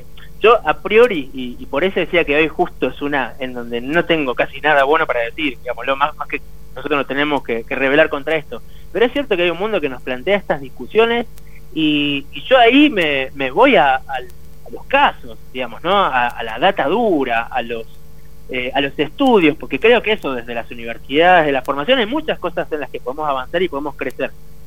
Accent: Argentina

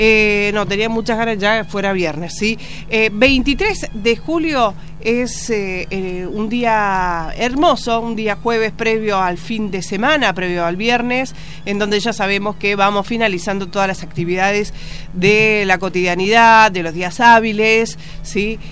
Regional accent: Argentina; comentarios respecto a si los argentinos somos o no racistas.

